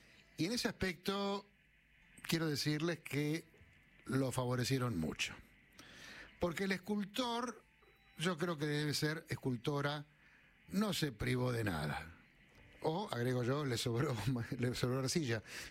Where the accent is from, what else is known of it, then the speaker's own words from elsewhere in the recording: Villa Adelina, Buenos Aires Province, Argentina; soy de Villa Adelina.